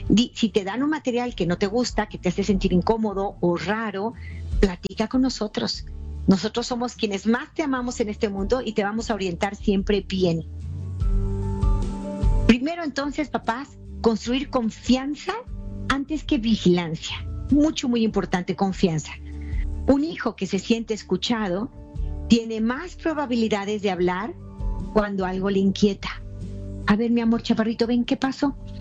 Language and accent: Spanish; Mexico; O en mi país, México